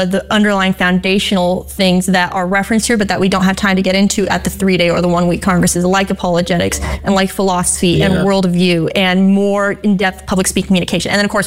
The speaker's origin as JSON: {"language": "English", "region": "Idaho", "country": "United States", "said": "Now, I may be a little bit biased because I am from Idaho, and I have only been to the Idaho Capitol before"}